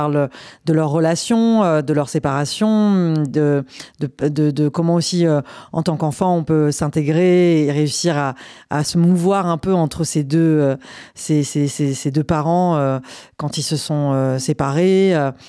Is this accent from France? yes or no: yes; Marseille, Provence-Alpes-Côte d'Azur, France; born there; En tout cas, moi, je suis née à Marseille. C'est une ville qui fait partie de mon identité